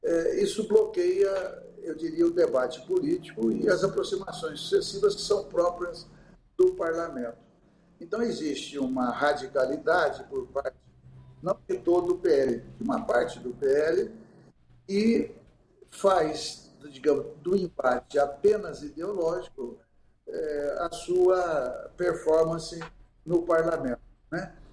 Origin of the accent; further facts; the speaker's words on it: Serra Azul, São Paulo, Brazil; sou de Serra Azul